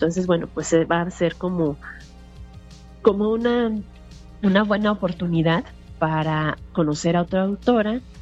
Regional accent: Mexico City, Mexico; moved away; Como ustedes saben, yo soy de la Ciudad de México.

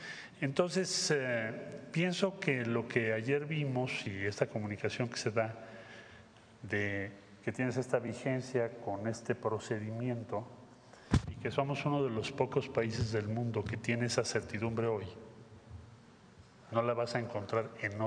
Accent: Mexico; te lo digo como mexicano.

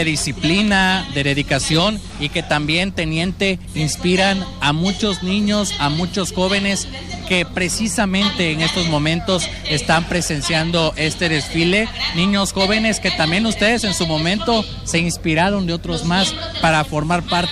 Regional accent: Mexico

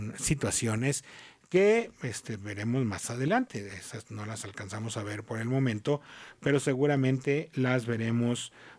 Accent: Mexico

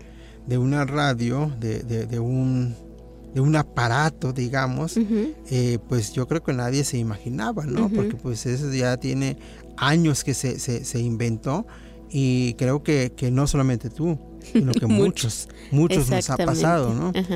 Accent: Mexico; first language Nahuatl; Spanish is a second language; a veces hablan más español que náhuatl. Precisamente dijimos, no, vamos a conversar un poco más en nuestra lengua materna.

